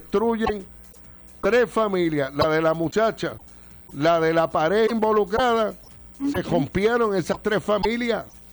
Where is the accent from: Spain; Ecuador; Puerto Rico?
Puerto Rico; Añasco; Hoy en mi pueblo, en Añaco